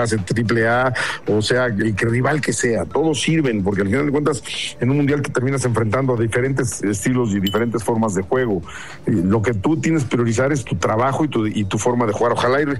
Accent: Mexico; el grupo de técnicos que dirigimos al fútbol mexicano, como mexicanos.

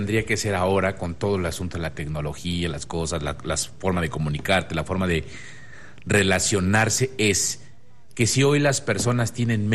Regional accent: Mexico; como familia mexicana, somos muégano

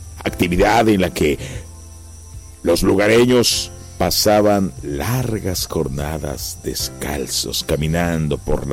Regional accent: Puerto Vallarta, Jalisco, Mexico; Sí, soy de pata salada.

